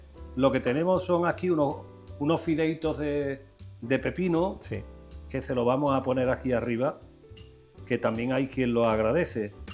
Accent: Jerez, Spain; Mi pueblo se ha portado muy bien conmigo siempre.

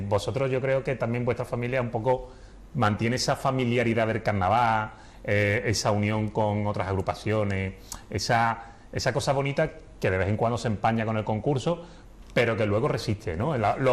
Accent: Cádiz, Andalusia, Spain; also born or lived in Barbate; yo soy de Loreto

